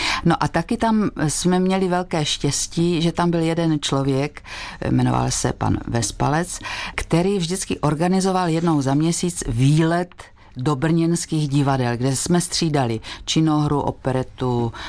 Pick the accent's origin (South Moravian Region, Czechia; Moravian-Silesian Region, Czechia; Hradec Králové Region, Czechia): South Moravian Region, Czechia; Padochov; moved away; Víš, já vlastně pocházím z dědiny. Já jsem prožila své dětství v Padochově, v hospodě, v řeznictví.